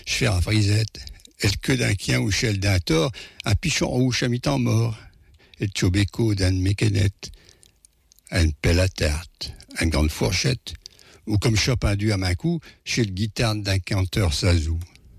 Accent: Paris, Île-de-France, France; et là, je ne viens pas des Amériques, je viens plutôt de Paris

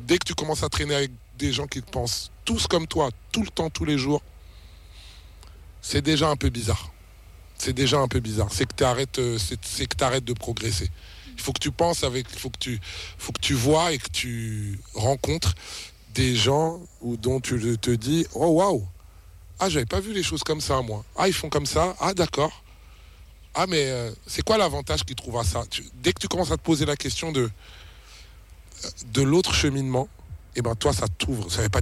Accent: Kinshasa, DR Congo; born there; now in Abidjan, Côte d'Ivoire; Moi, j'habite à Abidjan, je suis né à Kinshasa

